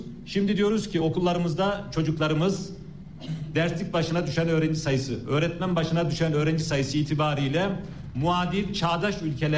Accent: Rize, Turkey; born there; Ben Rize'de öğrenciyken

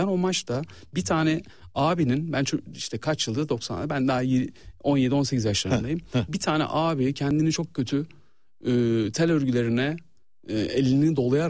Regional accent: Sivas, Turkey; benim Sivas'ta benim köyümde bağlama çalıyorum

